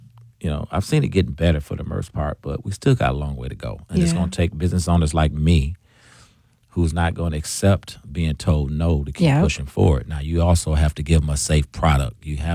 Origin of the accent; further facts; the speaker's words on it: Milwaukee, Wisconsin, United States; And what Milwaukee, growing up in Milwaukee, has taught me